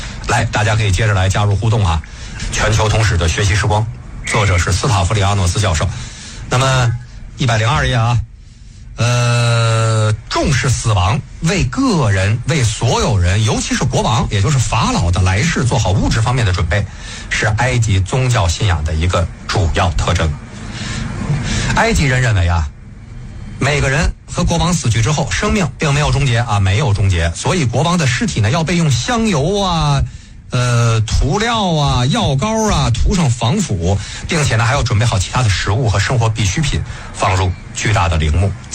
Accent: China; 我们中国人修了多少桥啊

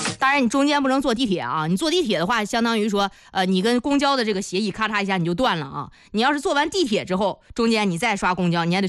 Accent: Zhengding, Hebei, China; now in Shijiazhuang, China; 因为在我们石家庄啊，你看我老家是正定的

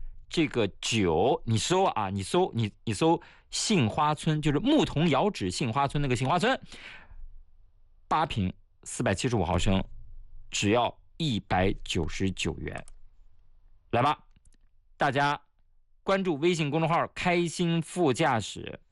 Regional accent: Shanxi, China; because 我是山西人。

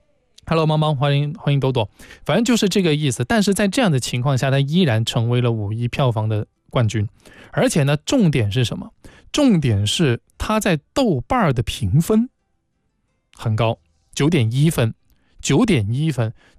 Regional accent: Guangzhou, Guangdong, China; 就像我一个广州人

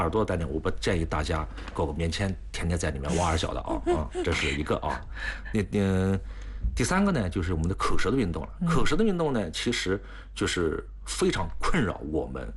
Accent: China

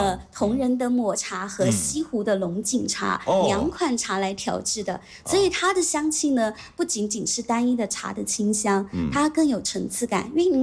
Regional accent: Guizhou, China; 我来自贵州

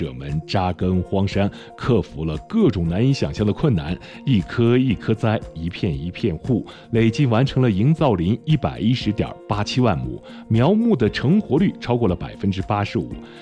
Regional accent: Tibet, China; 但是咱们西藏人硬是凭着坚守和付出

